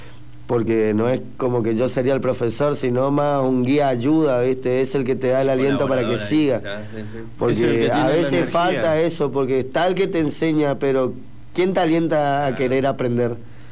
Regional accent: Posadas, Misiones, Argentina; born there; Nacido acá en Posadas.

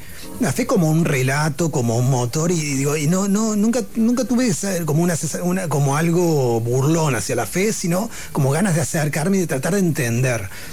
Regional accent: Córdoba, Argentina; tuve una formación de muy infancia, muy católica y de provincia, o sea, soy cordobés. Y de mucha carga religiosa y mucha creencia religiosa y mucha voracidad por la religión. Era muy devoto

